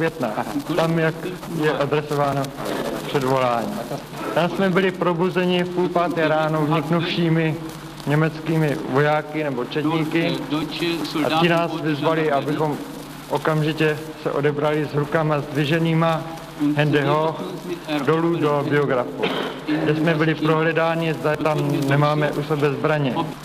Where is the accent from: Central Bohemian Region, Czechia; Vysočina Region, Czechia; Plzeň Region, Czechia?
Plzeň Region, Czechia; Bolevec; born there; now in Prague, Czechia; Bolevce u Plzně.